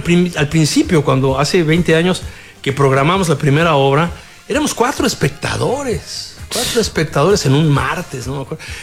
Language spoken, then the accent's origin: Spanish; Mexico City, Mexico; born there; Nací en Tlatelolco.